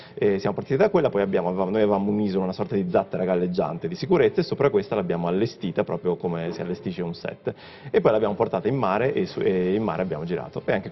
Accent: Verona, Veneto, Italy

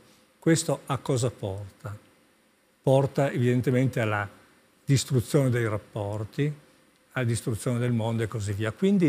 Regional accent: Turin, Piedmont, Italy; siamo torinesi

